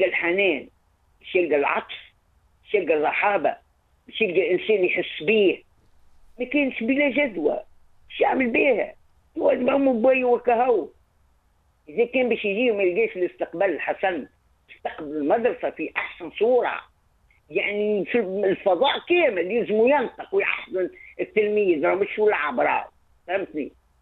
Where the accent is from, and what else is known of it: Tunisia